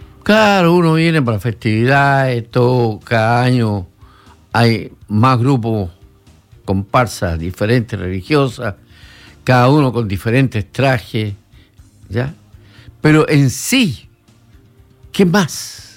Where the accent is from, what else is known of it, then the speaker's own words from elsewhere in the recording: Iquique, Tarapacá, Chile; yo soy iquiqueño, amo mi ciudad.